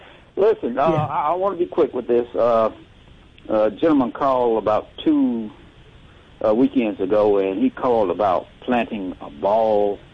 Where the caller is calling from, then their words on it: Jackson, United States; Hey, we're in Jackson.